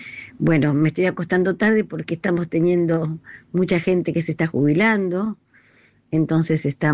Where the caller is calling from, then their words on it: Buenos Aires, Argentina; de Colegiales.